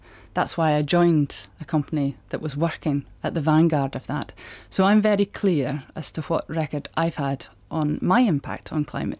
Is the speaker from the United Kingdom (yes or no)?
yes; Shetland, Scotland, United Kingdom; I'm growing up in Shetland, state educated in Shetland.